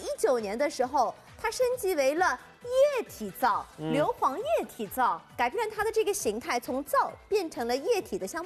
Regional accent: Shanghai, China; 我相信我们上海人，包括我们的父母这边，太熟悉了。

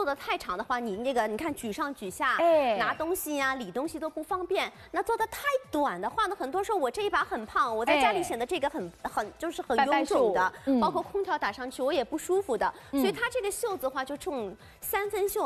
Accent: Shanghai, China; 因为阿拉上海人讲究睡衣嘛

